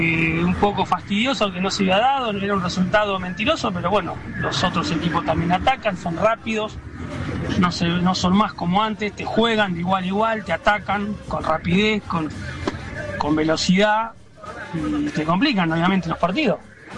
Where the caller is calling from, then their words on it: La Plata, Buenos Aires Province, Argentina; de La Plata.